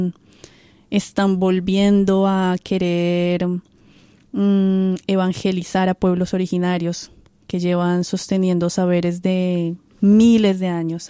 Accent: Colombia

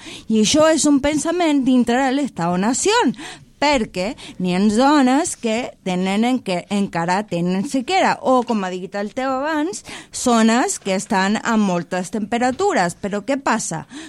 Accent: Chile; soc de Xile

